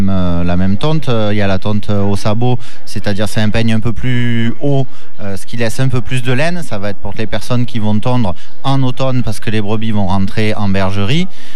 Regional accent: Saint-Martin-de-Crau, Provence-Alpes-Côte d'Azur, France; Alors, moi, je suis de Saint-Martin-de-Croix

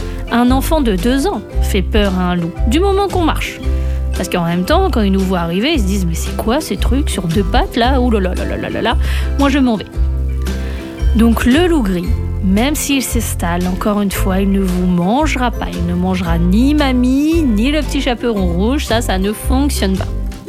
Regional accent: Normandy, France

